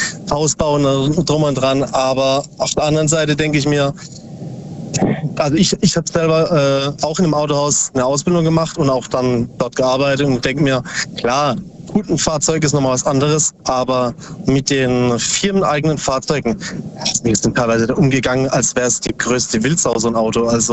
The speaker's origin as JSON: {"language": "German", "town": "Bruchsal", "region": "Baden-Württemberg", "country": "Germany", "said": "Aus Substadt Weiher, nee, Bruchsal."}